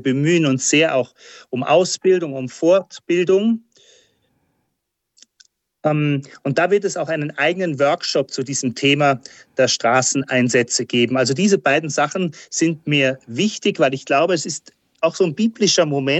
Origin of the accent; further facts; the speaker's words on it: Saarland, Germany; Unter anderem war aber auch im Saarland so ein weiter Fleck und das ist meine Heimat.